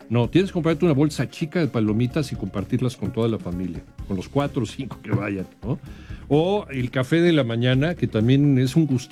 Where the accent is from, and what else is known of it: Mexico